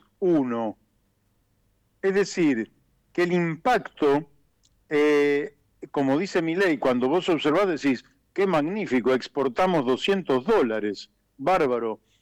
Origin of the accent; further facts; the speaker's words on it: Argentina; nosotros somos Argentina